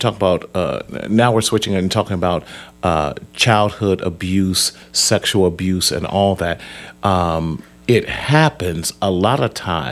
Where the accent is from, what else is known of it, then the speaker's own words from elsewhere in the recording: Bible Belt, United States; You know, we grew up in the Bible Belt.